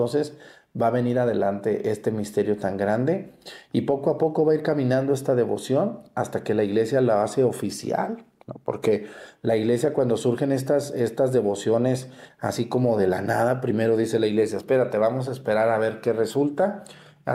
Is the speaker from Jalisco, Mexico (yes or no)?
yes; Mexticacán, Jalisco, Mexico; En Mexicacán, mi pueblo